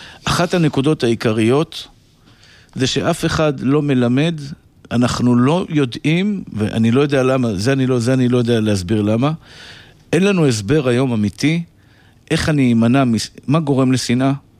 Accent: Iran; שהיו, אני מספר את זה כי אני פרסי, כן?

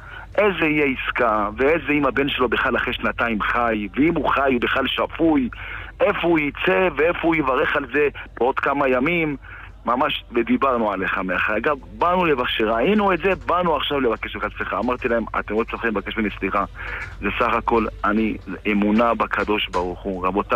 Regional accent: Kiryat Malakhi, Southern District, Israel; אנחנו מקריית מלאכי, והוא היה גר אצל אמא שלי ברמלה. הוא ישן איתי באחד הלילות, ישן איתי בבית בקריית מלאכי

